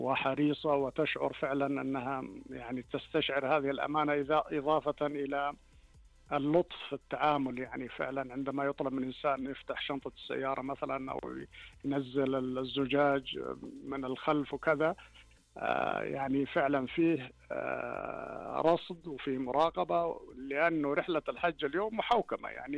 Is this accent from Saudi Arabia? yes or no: yes; Saudi Arabia; يعني بلادنا بهذه الكفاءة وبهذه الجدارة لإدارة هذه الحشود